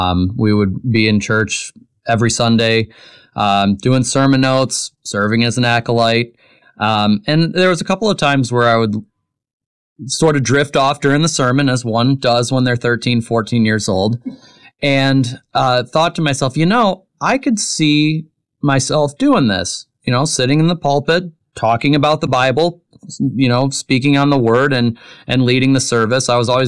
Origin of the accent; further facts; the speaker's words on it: Michigan, United States; moved away as an adult; also born or lived in Kansas; I'm from Michigan originally